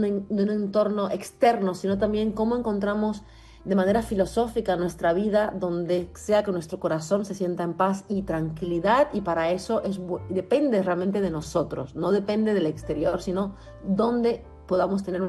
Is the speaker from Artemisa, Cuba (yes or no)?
no; Havana, Cuba; born there; Alamar es el lugar donde nací, en La Habana. Alamar es un barrio de La Habana, en las afueras, cerca del mar.